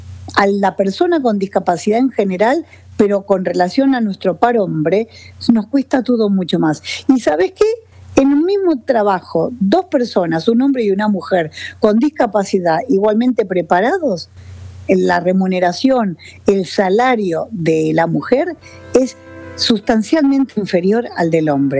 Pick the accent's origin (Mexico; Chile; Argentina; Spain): Argentina; Eso sucede en mi país, en la Argentina